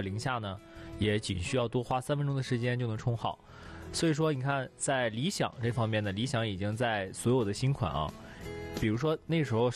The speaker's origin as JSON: {"language": "Chinese", "region": "Northeast China", "country": "China", "said": "我们东北人非常喜欢这个省份"}